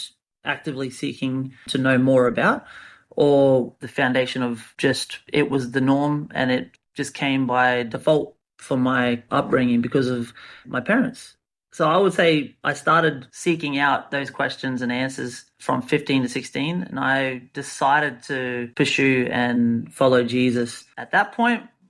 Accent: Rockhampton, Queensland, Australia; also born or lived in Bowen; now in Brisbane, Australia; I'm originally from a little town on the Whitsundays called Bowen. And born in Bowen, I was raised in Rockhampton. Finished, yeah, like all my secondary schooling back up north in North Queensland.

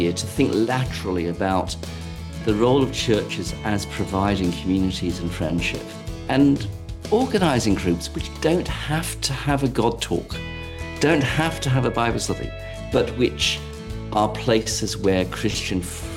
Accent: England, United Kingdom; moved away as an adult; now in Australia; I'm English by origin, and I'm very bad at languages, so I haven't really picked up any other accent. But I came out to Australia when I was 27 in 1986, and I've never looked back.

